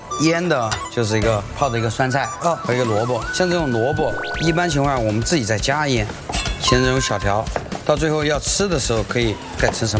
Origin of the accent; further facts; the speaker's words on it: Sichuan, China; accent: Sichuanese; 我们四川话喊的"摊盐水"。